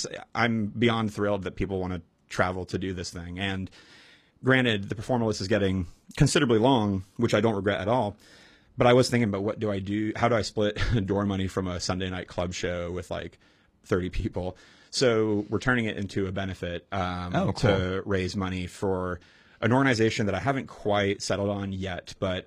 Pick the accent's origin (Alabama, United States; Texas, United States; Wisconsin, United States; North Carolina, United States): North Carolina, United States; Raleigh; also born or lived in Chapel Hill; now in Durham, United States; I grew up in Raleigh, went to school in Chapel Hill. I live in Durham now.